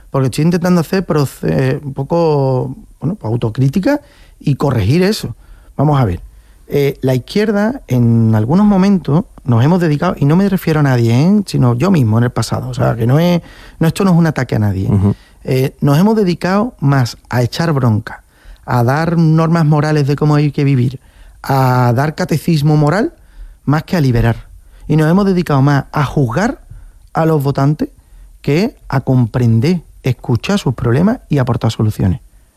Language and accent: Spanish; Jerez de la Frontera, Andalusia, Spain; Yo soy de Jerez, la Berza